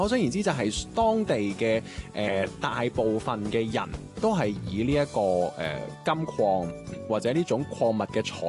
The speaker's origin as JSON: {"language": "Cantonese", "region": "Guangdong", "country": "China", "said": "佢更加有少少似我哋广东人平时食嗰啲碗仔翅咧"}